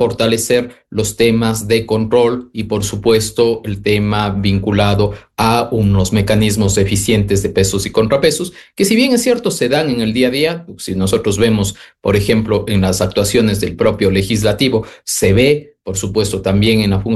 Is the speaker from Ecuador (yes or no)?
yes; Ecuador